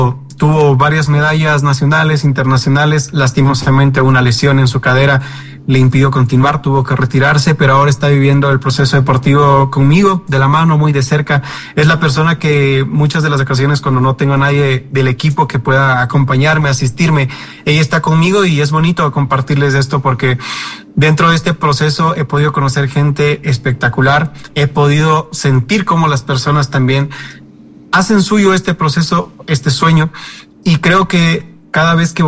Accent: Ecuador

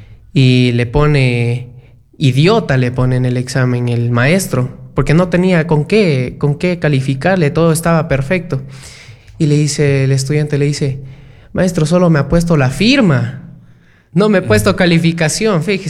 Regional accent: Loja, Ecuador; Sí, yo soy de Loja

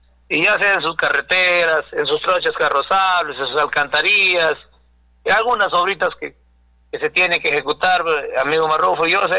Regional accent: Naranjillo, San Martín, Peru

